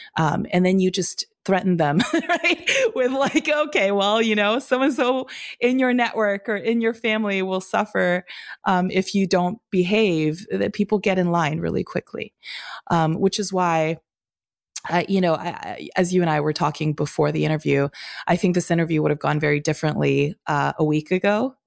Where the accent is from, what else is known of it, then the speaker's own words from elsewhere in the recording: Urumqi, Xinjiang, China; moved away; my hometown of Urumqi